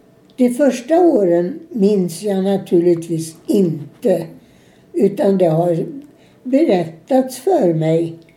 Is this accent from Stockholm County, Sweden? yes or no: no; Falköping, Västra Götaland County, Sweden; also born or lived in Gothenburg / Alingsås; Så blev det, och jag fick ett hem hos dem som inte kunde få egna barn. Där växte jag upp.